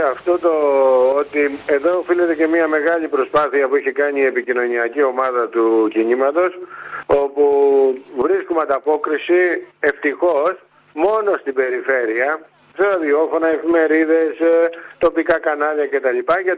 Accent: Western Greece, Greece; στο χωριό μου εκεί στην Πάτρα και στα Καλάβρητα

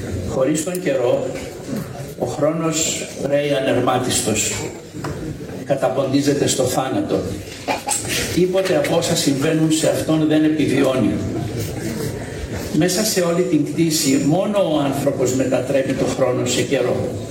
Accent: Amorgos, South Aegean, Greece; born there; ο οποίος μου δόθηκε στον τόπο μου, τη γενέθειρά μου, δια του Δήμου Αμοργού.

